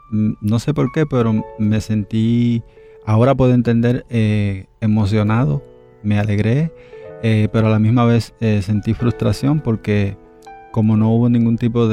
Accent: Dominican Republic; moved away; Yo soy originario de la República Dominicana.

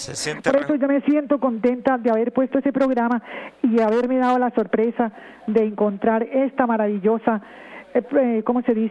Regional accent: Cali, Valle del Cauca, Colombia; now in New York, United States; De Cali, Colombia. Yeah. Y llevo aquí 20 años en este país. Aquí en Nueva York estoy, Estados Unidos, en Nueva York.

